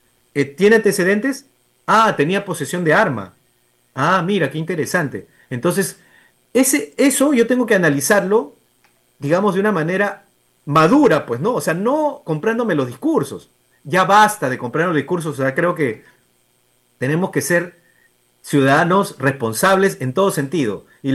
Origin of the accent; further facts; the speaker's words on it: Peru; Entonces nosotros como padres peruanos, oye, a ver, ¿dónde están feministas?